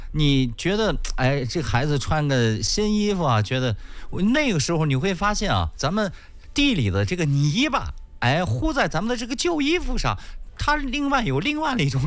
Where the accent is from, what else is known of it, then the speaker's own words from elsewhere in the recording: Yinchuan, Ningxia, China; 咱们银川人说这个苗子啊